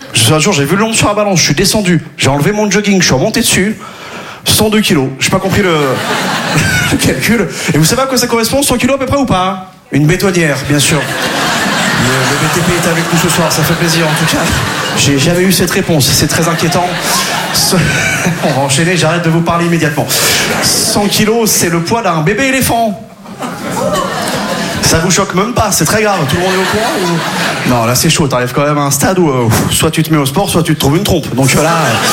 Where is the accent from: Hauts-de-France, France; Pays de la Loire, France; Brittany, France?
Brittany, France; Quimperlé; là d'où je viens, à Quimperlé, on n'avait pas les sports cool. On n'avait pas basket, hand-foot.